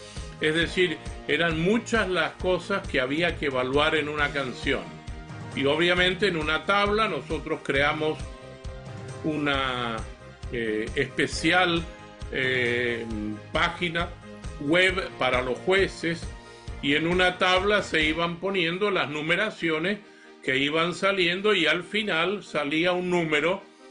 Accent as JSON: {"language": "Spanish", "region": "Mendoza", "country": "Argentina", "said": "en Argentina, de donde yo soy, en Mendoza"}